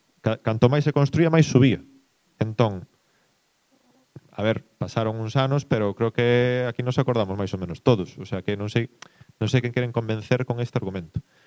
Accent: Vilagarcía de Arousa, Galicia, Spain; eu son de Vilarcía, en Vilarcía pasa algo semellante

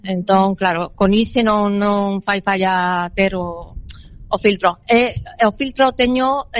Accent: Seville, Andalusia, Spain; Galician is a second language; now in Galicia, Spain; Sí. Son de Sevilla, pero vivo xa aquí hai 10 anos ou máis.

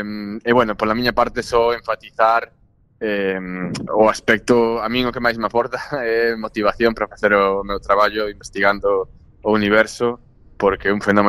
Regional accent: A Coruña, Galicia, Spain; Eu sendo coruñés, pois sempre aboguei moito por facelo na Coruña, e grazas ás virtudes da nosa cidade

